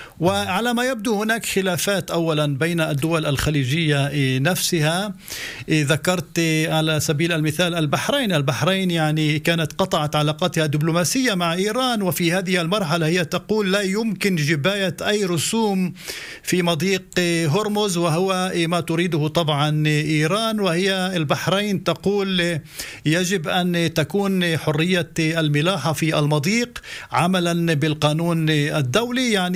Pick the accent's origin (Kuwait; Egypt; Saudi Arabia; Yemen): Saudi Arabia; ولا يمكن لنا كسعوديين أن نجلس في سلطنة عمان مع الإيرانيين